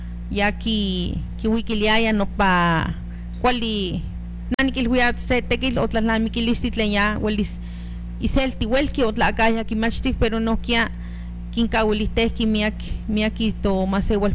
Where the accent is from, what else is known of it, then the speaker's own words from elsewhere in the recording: Mexico; first language Nahuatl; Spanish is a second language; Y pues mi abuela, que siempre me hablaba en náhuatl, en nuestra lengua materna, y pues esa fue la primer, como le diría el boom, de que yo pudiera hablar el náhuatl, porque precisamente fue mi lengua materna